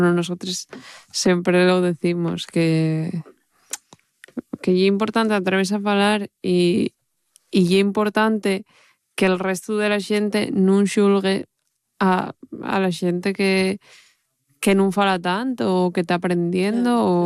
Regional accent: Asturias, Spain; Y yo soy de Chena.

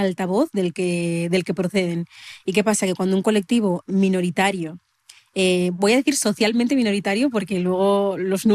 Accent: Asturias, Spain; no hacen más que reafirmarme en que yo soy asturiana, que yo uno, que yo otro, pero al final tampoco puedo olvidar mi identidad africana

